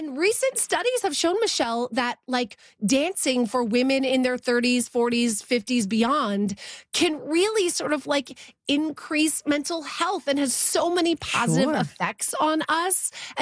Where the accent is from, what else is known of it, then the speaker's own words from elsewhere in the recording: Vancouver, British Columbia, Canada; so excited to come back to my hometown of Vancouver this Saturday.